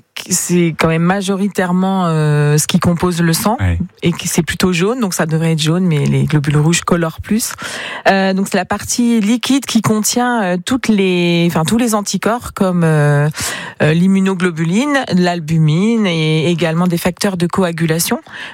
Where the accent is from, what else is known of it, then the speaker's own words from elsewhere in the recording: Italy; Bah, moi, je suis italienne, hein, donc je ne peux que valider.